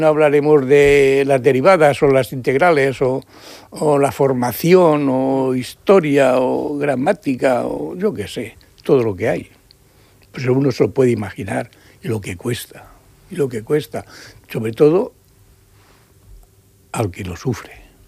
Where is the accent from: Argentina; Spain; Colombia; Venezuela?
Spain; Valencia, Valencian Community; born there; moved away; Yo tengo infraestructura en Valencia porque soy de Valencia. Bueno, nacido allí